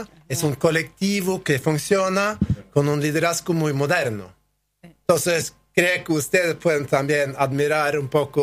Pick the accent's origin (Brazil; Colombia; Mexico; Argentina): Argentina; Como argentinos, vivimos más como argentinos durante el verano